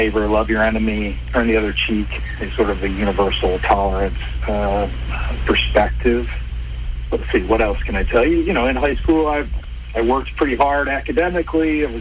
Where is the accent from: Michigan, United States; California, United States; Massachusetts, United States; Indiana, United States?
Michigan, United States; Flint; born there; also born or lived in Montana / Nebraska; So I grew up in Flint, Michigan, if you know that name at all.